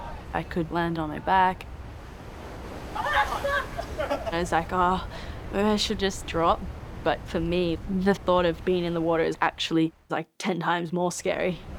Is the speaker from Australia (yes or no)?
yes; Australia; Growing up in Australia with an Islander dad and a Latina mom, yeah, I definitely felt some cultural differences from like the typical Australian.